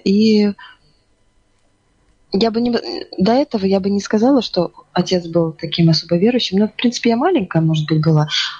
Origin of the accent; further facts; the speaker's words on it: Yantarny, Kaliningrad Oblast, Russia; Я в то время жила в поселке Янтарный. Ну, я родилась там, в Калининградской области.